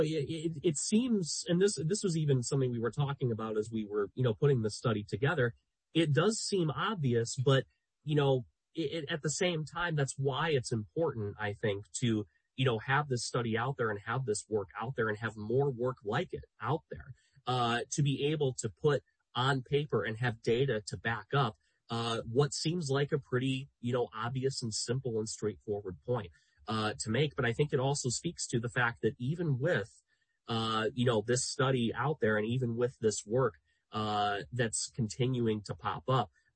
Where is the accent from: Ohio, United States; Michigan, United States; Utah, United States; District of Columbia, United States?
Michigan, United States; And even take my home state of Michigan.